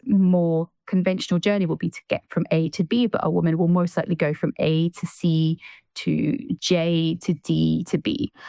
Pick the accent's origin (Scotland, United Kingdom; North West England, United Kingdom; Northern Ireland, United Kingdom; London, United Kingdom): Scotland, United Kingdom; Glenrothes; that felt very clearly like it had to be Glenrothes, my hometown, where this all began.